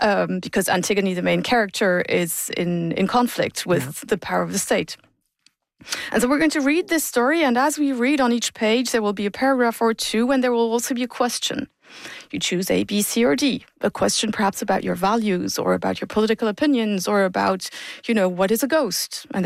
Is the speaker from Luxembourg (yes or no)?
yes; Luxembourg City, Luxembourg; English is a second language; Yeah, I'm from Luxembourg City.